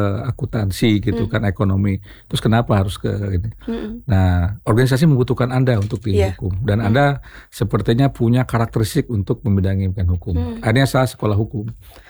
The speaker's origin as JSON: {"language": "Indonesian", "town": "Tasikmalaya", "region": "West Java", "country": "Indonesia", "tie": "born or raised there", "moved": "as an adult", "lives_now": "Kendari, Indonesia", "said": "lahir di Tasikmalaya, kemudian juga besar Tasikmalaya dan ya ketika sudah sekolah sudah lulus, ya ditempatkan di Bandung, kemudian ke Bukit Tinggi"}